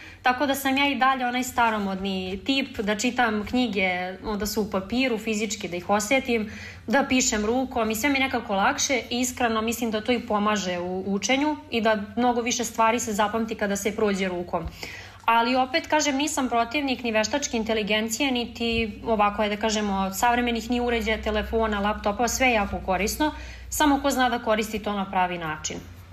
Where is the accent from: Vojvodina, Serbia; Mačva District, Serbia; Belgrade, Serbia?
Vojvodina, Serbia; Pančevo; Odrasla sam u Pančevu, tu sam i rođena, tako da sam blizu relativno Beograda.